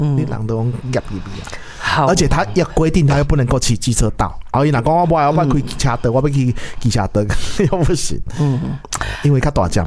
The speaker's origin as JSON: {"language": "Chinese", "country": "Taiwan", "said": "我们台湾人"}